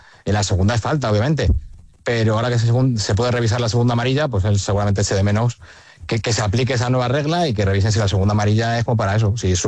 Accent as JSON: {"language": "Spanish", "town": "Leganés", "region": "Community of Madrid", "country": "Spain", "said": "yo que soy de Leganés"}